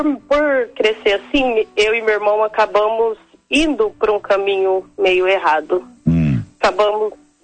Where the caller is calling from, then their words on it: Bataguassu, Mato Grosso do Sul, Brazil; eu sou de Bataguaçu, mas eu moro na fazenda.